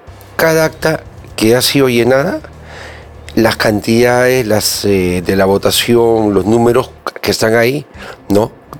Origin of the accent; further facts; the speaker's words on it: Peru; me refiero en general como peruanos